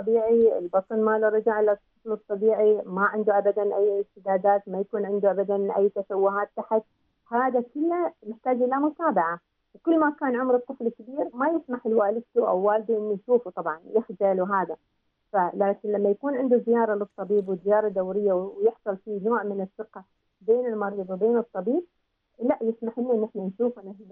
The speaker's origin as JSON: {"language": "Arabic", "country": "Oman", "said": "إحنا كمجتمع عماني"}